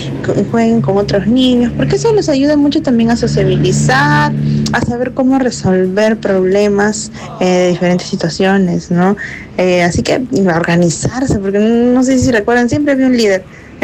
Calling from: Lima, Peru; de Los Olivos.

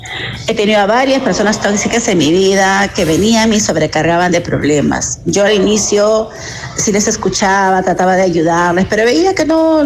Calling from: Lima, Peru; Muy buenos días, Ayisita hermosa. … de Cercado de Lima.

